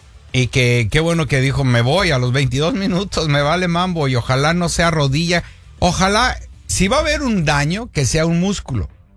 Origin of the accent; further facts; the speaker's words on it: Mexico; No, también nosotros, como mexicanos